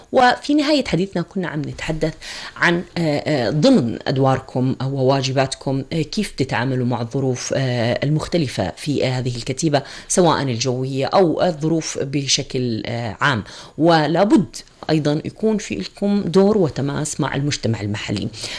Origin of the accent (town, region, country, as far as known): Jordan